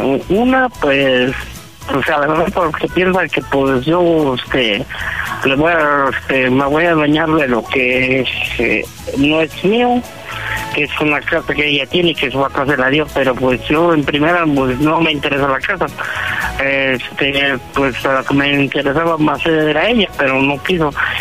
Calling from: Hidalgo, Mexico

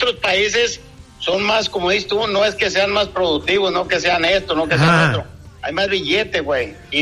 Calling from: Mexico; los mexicanos somos trabajadores

